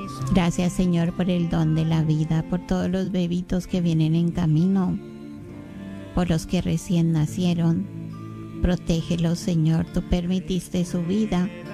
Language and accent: Spanish; Colombia; como sucede por estos tiempos en mi país, Colombia, en mis hermanos venezolanos.